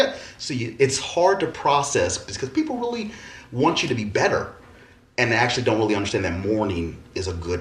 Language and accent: English; Altadena, California, United States; I know everybody in that neighborhood. I grew up in Altadena. That's everybody I know.